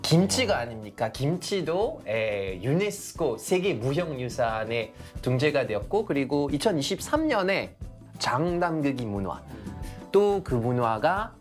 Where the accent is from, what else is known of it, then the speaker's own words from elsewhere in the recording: France; moved away; 또 저는 프랑스인이기도 하고